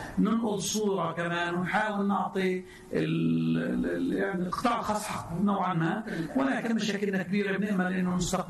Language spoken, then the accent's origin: Arabic; Palestine; انا كمواطن فلسطيني